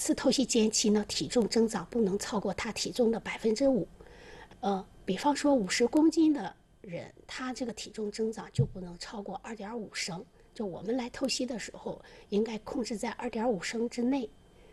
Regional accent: Dalian, Liaoning, China; 蔬菜呢，就绿色蔬菜，还有我们大连人爱吃的酸菜，含钾都高。

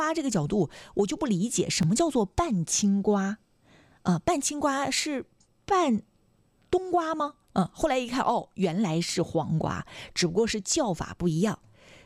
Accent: China

